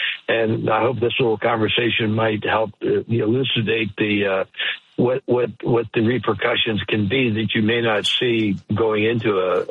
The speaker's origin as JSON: {"language": "English", "town": "St. Louis", "region": "Missouri", "country": "United States", "tie": "born or raised there", "also_born_or_lived": "Philadelphia", "said": "No, I was born in Philadelphia, outside Philadelphia. Oh. I spent 8 years there. Then my father got a promotion, and we moved to St. Louis, which was pretty dramatic in the 50s"}